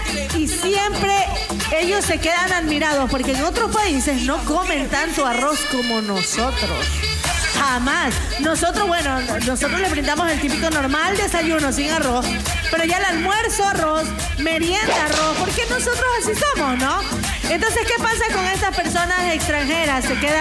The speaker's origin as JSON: {"language": "Spanish", "country": "Ecuador", "said": "Pero yo soy una ecuatoriana de cepa. Yo soy una ecuatoriana 100% ecuatoriana. Orgullosísima de ser ecuatoriana."}